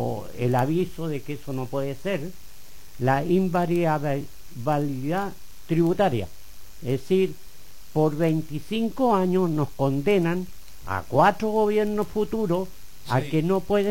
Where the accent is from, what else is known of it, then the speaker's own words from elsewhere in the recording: Santiago, Santiago Metropolitan Region, Chile; now in La Unión, Chile; yo tengo bastante contacto con mi comuna de origen. Yo, como muchos saben, soy de Santiago, viví en la comuna de Cerro Navia